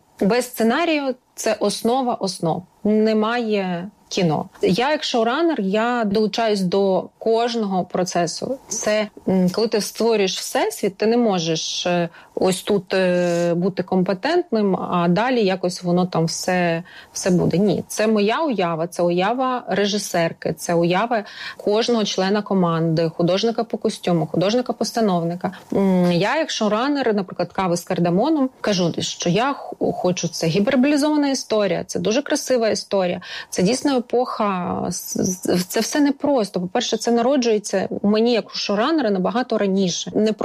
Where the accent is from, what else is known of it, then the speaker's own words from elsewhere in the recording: Lviv, Lviv Oblast, Ukraine; І так як я сама зі Львова, і мені дуже близька ця культура